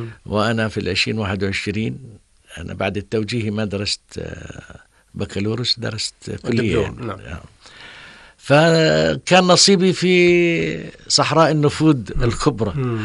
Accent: Jordan; also born or lived in Saudi Arabia; عندنا في الأردن

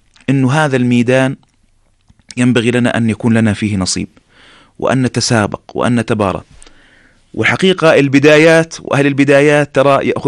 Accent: Jordan; إحنا في الأردن في هذا البلد المبارك تربينا على قيم

